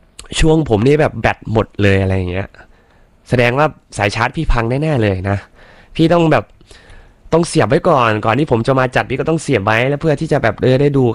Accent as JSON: {"language": "Thai", "region": "Isan", "country": "Thailand", "said": "ผมคนอีสานบ้านเฮาพี่น้องมื้อนี้หลายๆนะครับ"}